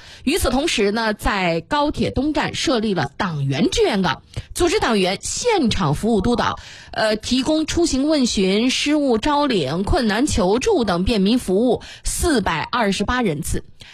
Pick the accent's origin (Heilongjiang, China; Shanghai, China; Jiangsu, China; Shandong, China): Jiangsu, China; Xuzhou; 我容易说我是徐州土著啊，从小在徐州出生，在徐州成长的啊，我的工作生活都在徐州